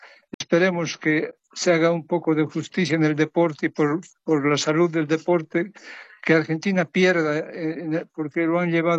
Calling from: Sweden; Estoy llamando desde Suecia

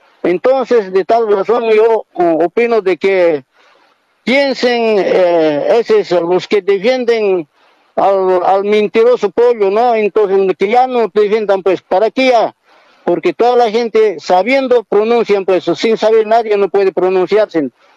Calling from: Cochabamba, Bolivia; Estoy llamando de Federación Carrasco.

